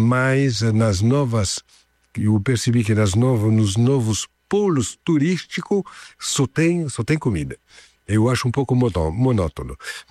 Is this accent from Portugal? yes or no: no; Paris, Île-de-France, France; now in São Paulo, Brazil; meus pais me levavam, eu, meus irmãos, para o Entrecôte, o relais de l'Entrecôte, lá na minha cidade natal, que é Paris